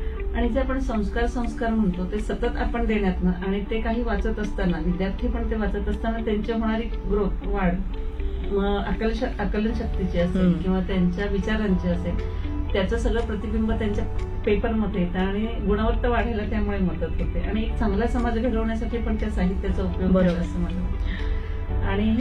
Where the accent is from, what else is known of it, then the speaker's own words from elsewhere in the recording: Baramati, Maharashtra, India; moved away; कोविडचा जो काळ होता त्या काळात मला जास्त माझ्या नेटिव्ह प्लेसला राहायला मिळालं म्हणजे बारामतीला म्हणा आई वडिलांकडे माझ्या सासू सासऱ्यांकडे तिथे मी राहिले.